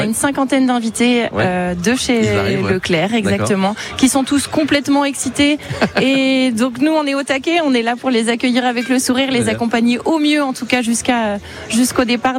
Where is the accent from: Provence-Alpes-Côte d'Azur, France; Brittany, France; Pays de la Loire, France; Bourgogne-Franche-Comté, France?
Pays de la Loire, France; Angers; moi je suis angevine.